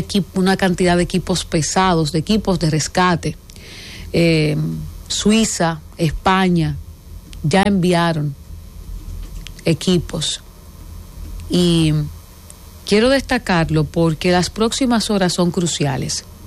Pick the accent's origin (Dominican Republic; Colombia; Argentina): Dominican Republic